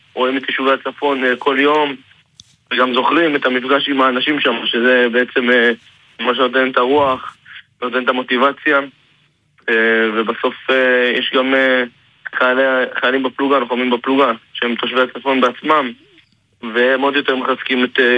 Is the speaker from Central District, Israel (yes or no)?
no; Beersheba, Southern District, Israel; now in Tel Aviv, Israel; במקום באר שבע, עכשיו בתל אביב.